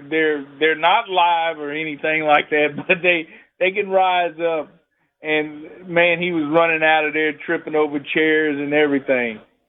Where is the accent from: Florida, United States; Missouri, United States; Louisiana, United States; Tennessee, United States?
Louisiana, United States; Alexandria; I'm from Alexandria, Louisiana